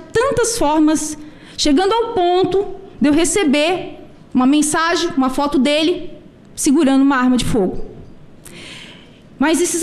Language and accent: Portuguese; Santa Catarina, Brazil; born there; also born or lived in São Paulo, Brazil; nasci em São Paulo. Com o desemprego, minha família migrou para Santa Catarina.